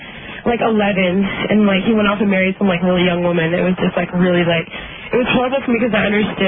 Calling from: Los Angeles, California, United States; I'm from Los Angeles.

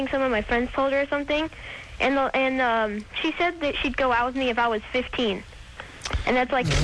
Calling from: La Cañada Flintridge, California, United States

